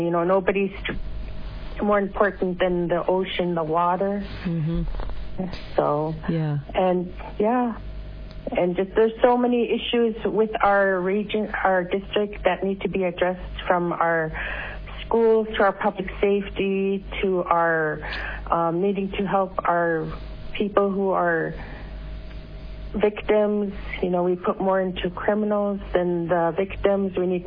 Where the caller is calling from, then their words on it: Toksook Bay, Alaska, United States; I come from Tuksuk Bay